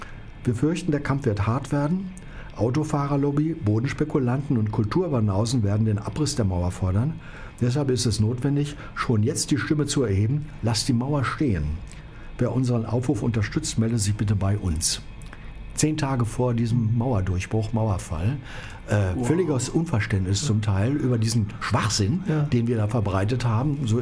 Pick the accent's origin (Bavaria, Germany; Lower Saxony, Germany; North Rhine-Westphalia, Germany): North Rhine-Westphalia, Germany; Dortmund; moved away as an adult; now in Berlin, Germany; ich bin in Dortmund aufgewachsen.